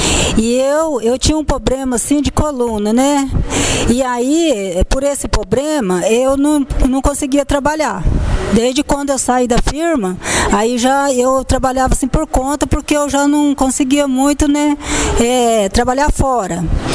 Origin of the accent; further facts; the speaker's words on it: Jandaia do Sul, Paraná, Brazil; Jandaia do Sul.